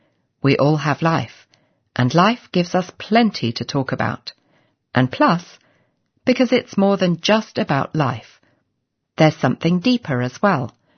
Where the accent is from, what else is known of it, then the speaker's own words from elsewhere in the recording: United Kingdom; I come from Britain, where we have a lot of weather.